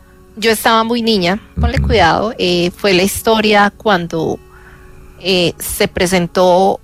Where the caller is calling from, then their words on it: Bogotá, Bogotá Capital District, Colombia; Acá desde Bogotá